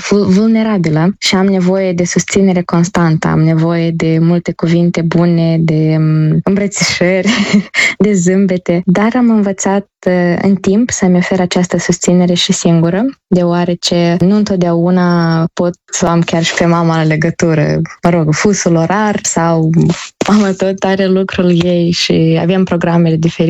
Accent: Moldova; now in South Korea; Deci spun cu mândrie că sunt din Republica Moldova, avem cu ce ne mândri și simt chiar și o responsabilitate enormă fiind printre puținii reprezentanți ai țării noastre aici în Coreea.

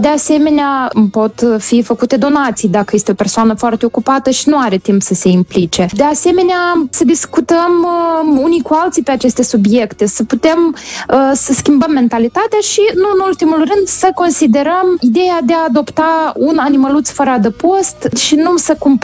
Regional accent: Moldova; noi, ca moldoveni

